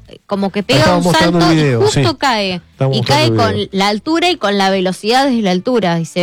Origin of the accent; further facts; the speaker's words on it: Colombia; momentos así, los colombianos sabemos unirnos y sostenernos unos a otros. Toda mi fuerza y mi amor para mi tierra.